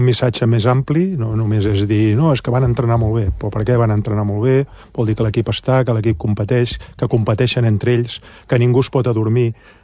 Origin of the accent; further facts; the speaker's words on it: Catalonia, Spain; Per això som catalans i barcelonistes, no?